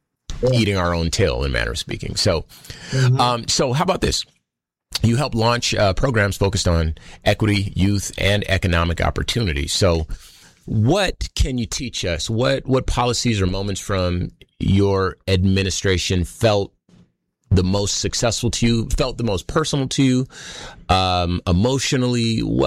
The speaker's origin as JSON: {"language": "English", "town": "Compton", "region": "California", "country": "United States", "said": "So I'm from Compton, California, right? My mom was on dope. My dad was on dope."}